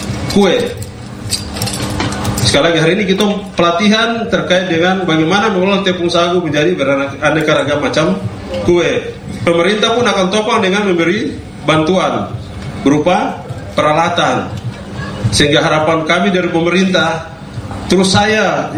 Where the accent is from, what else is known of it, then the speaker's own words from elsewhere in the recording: Papua, Indonesia; saya Papua baru, saya bukan Papua kemarin, saya Papua baru, saya generasi Papua baru